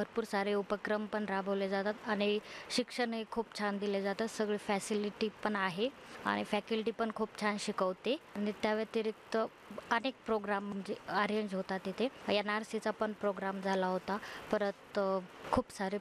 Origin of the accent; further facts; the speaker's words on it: Parbhani, Maharashtra, India; शिक्षण माझं जिल्हा परिषदमध्ये झालेले आणि 11वी 12वी परभणीत नवरचनामध्ये केलेले.